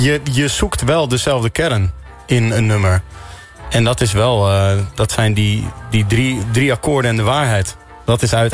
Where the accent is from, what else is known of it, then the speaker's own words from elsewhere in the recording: Amsterdam, North Holland, Netherlands; Ik mag het zeggen, want ik ben een Amsterdammer.